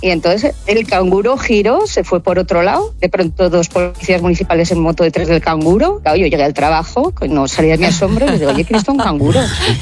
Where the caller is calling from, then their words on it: Pamplona, Navarre, Spain; yo vivo en Pamplona